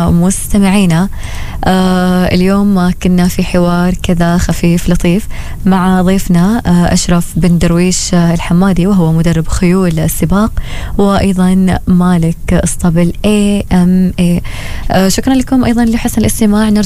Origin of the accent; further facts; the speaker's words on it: Oman; هنا عندنا في سلطنة عمان